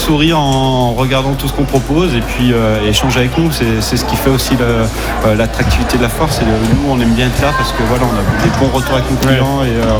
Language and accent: French; Saint-Étienne, Auvergne-Rhône-Alpes, France; en tant que stéphanois